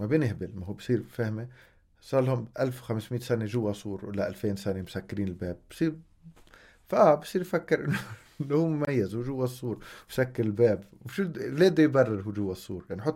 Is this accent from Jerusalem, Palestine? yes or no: yes; Jerusalem, Palestine; وانه احنا اولاد القدس، وبصير تتصرف accordingly، يعني انه احنا عيب اولاد القدس بيعملوش هيك